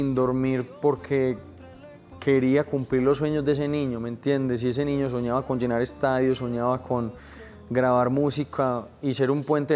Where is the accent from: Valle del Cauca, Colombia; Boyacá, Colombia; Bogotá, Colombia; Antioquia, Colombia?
Antioquia, Colombia; Medellín; mi tierra, Medellín